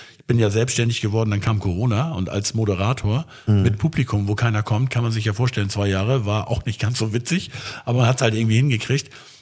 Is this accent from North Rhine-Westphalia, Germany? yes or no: no; Schleswig, Schleswig-Holstein, Germany; born there; Ich komme ja aus Schleswig, also ich bin ja geboren in Schleswig.